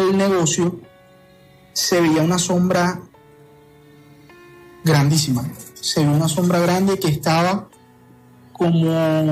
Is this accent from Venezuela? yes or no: no; Ciénaga, Magdalena, Colombia; Bueno, la historia no es acá en Barranquilla, es un pueblo de Magdalena, de donde yo soy oriundo, de Siena de Magdalena.